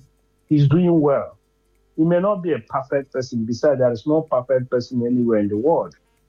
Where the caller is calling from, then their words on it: Enugu State, Nigeria; where am I from? Enugu State.